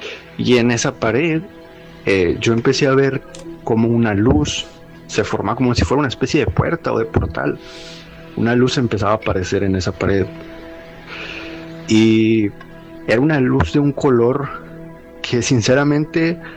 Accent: Monterrey, Nuevo León, Mexico; yo había viajado de la ciudad de San Antonio a mi ciudad de origen, Monterrey

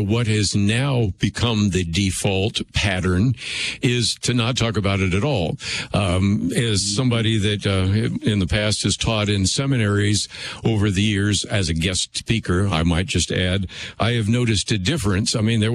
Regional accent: San Francisco Bay Area, California, United States; which I grew up hearing about in the San Francisco Bay Area for some time

